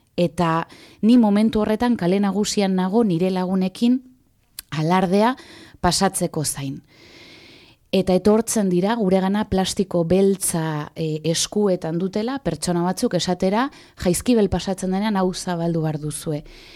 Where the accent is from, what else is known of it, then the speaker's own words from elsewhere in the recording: Hondarribia, Basque Country, Spain; Eta ni banaiz Hondarribian jaio eta hazi den, baina inoiz Hondarribiartasun puru hori etzeukan pertsona horietako bat